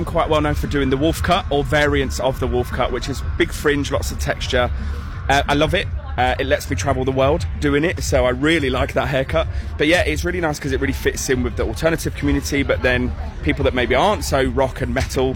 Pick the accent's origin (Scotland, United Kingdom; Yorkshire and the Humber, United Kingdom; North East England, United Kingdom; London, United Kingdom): London, United Kingdom; moved away as an adult; now in Nottingham, United Kingdom; And it's actually the reason that I moved to Nottingham. So I was from London originally